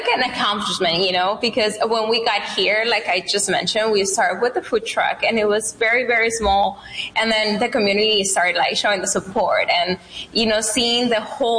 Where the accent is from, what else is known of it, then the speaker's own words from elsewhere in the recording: Sinaloa, Mexico; now in Yuma, United States; No, I'm from Mexico.